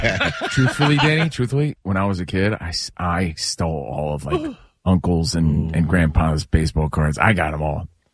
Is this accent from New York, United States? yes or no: no; New Jersey, United States; I had so many friends growing up in Jersey where you didn't walk through the front.